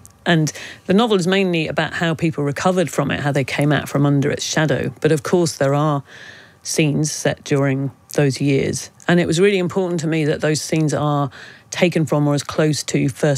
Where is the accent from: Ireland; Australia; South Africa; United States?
Ireland; born there; accent: British; even though my passport was Irish, I was born in Ireland, and I don't say to people I'm Irish because I can hear my little British voice saying